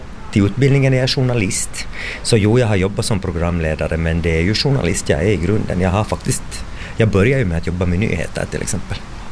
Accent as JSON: {"language": "Swedish", "town": "Hanko", "region": "Uusimaa", "country": "Finland", "tie": "born or raised there", "said": "Jag är ju född och uppvuxen i Hange."}